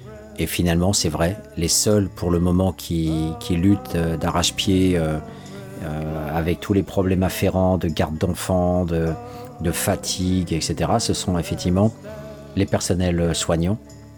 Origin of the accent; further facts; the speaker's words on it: France; On est français, donc on fera ça.